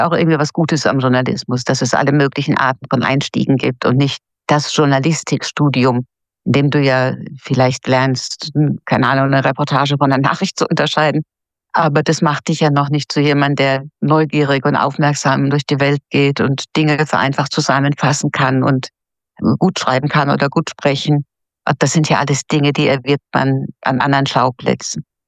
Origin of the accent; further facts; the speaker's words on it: Hockenheim, Baden-Württemberg, Germany; also born or lived in Mannheim; ich bin in Hockenheim aufgewachsen, um ganz exakt zu sein, die Rennstadt Hockene, gell?